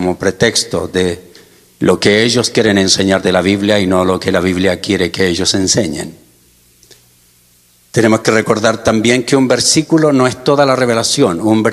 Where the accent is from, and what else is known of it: Chile; moved away